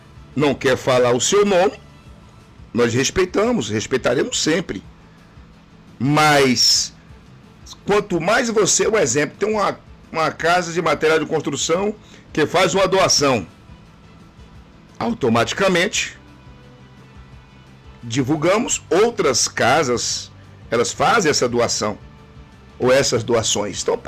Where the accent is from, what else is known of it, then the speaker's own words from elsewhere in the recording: Brazil; eu sou brasileiro